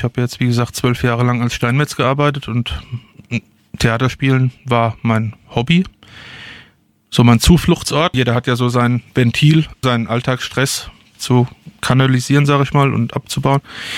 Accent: Hesse, Germany; Also ich bin Hesse, ja, der Hesse schenkt gern.

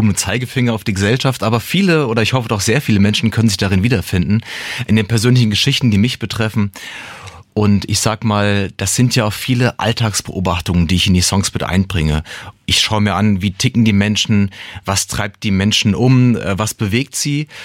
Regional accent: Frankfurt, Hesse, Germany; now in Mainz, Germany; Ich bin ein Frankfurter Bub im Herzen, bin dort geboren, lange Zeit in dem Bereich aufgewachsen und ja, Jahre später hat es mich dann irgendwie nach Wiesbaden

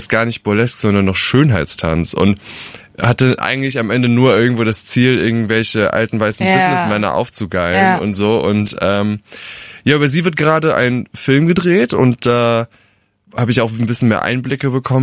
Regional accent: Rhineland-Palatinate, Germany; Yeah, ist noch die Kante. Aber wirklich winziges Dorf, 400 Einwohner, der kleine schwule Junge, der sich schminkt und halt immer der Outsider war.

